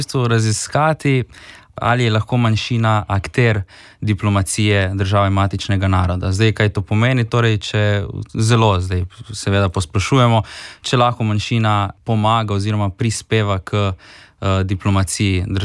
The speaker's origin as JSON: {"language": "Slovenian", "town": "Rijeka", "region": "Primorje-Gorski Kotar County", "country": "Croatia", "said": "sem reški Slovenc, v bistvu, da prihajam iz Reke"}